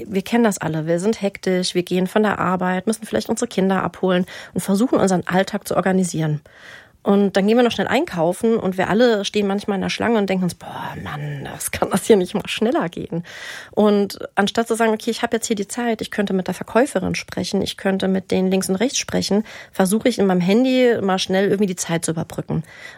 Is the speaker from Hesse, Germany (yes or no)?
yes; Frankfurt, Hesse, Germany; Ich bin Frankfurterin